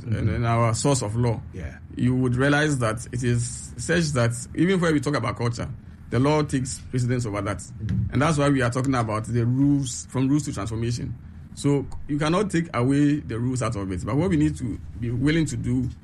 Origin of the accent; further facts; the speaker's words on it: Ghana; I have all the respect for Ghanaians, I'm a Ghanaian myself and all